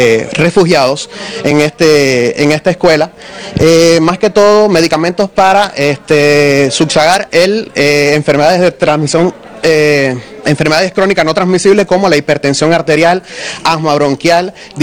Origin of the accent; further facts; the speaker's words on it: Cuba; moved away as an adult; now in Venezuela; para mí es un orgullo ser médico cubano